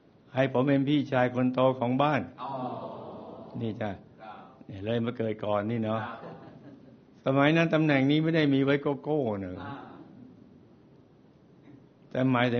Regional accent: Min Buri, Bangkok, Thailand; มีนบุรีกรุงเทพมหานครนี่นะเจ้าผมเติบโตมาในครอบครัวทำมาหากินกับพืชพันธุ์ที่เกิดขึ้นเป็นครั้งแรกของโลกนี่จ้ะ

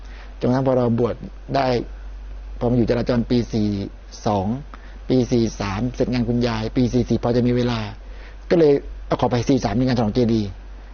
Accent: Pattani, Thailand; ด้วยความที่ได้บอกแล้วว่าเป็นคนบ้านเกิดปัตตานี

